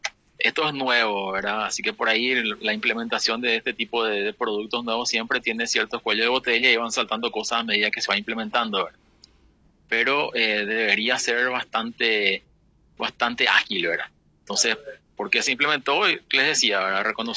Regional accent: Paraguay

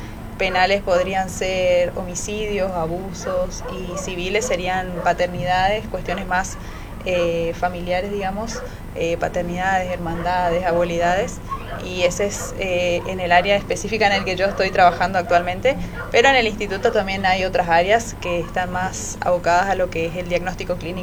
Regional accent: Jardín América, Misiones, Argentina; moved away as an adult; now in Posadas, Argentina; Yo soy de Jardín América, pero actualmente estoy viviendo en Posadas por cuestiones laborales. Soy licenciada en genética, tengo 28 años

